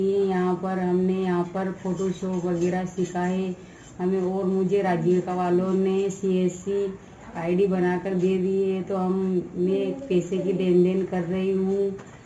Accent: Parania, Rajasthan, India; मैं गांव परानिया की रहने वाली हूँ और मैं कक्षा 12वीं तक पढ़ी हुई हूँ।

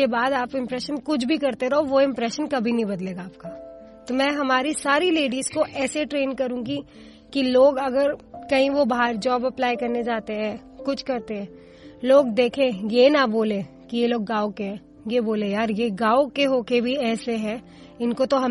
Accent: Delhi, India; मैं दिल्ली की ही रहने वाली हूँ।

